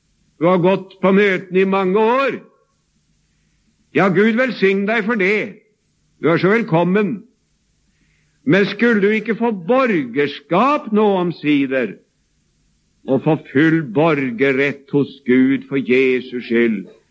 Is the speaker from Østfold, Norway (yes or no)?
yes; Sarpsborg, Østfold, Norway; hjemme fra min hjemby i Sarpsborg